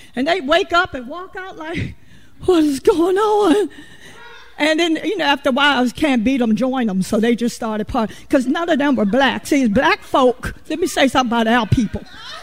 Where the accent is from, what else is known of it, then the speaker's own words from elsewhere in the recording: Virginia, United States; See, I ain't scared. I'm from Virginia. I was born below the Mason-Dixon line.